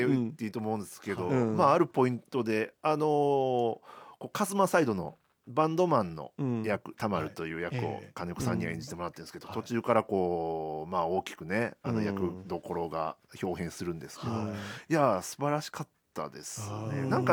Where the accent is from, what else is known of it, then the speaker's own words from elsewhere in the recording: Kyoto, Japan; 地元の京都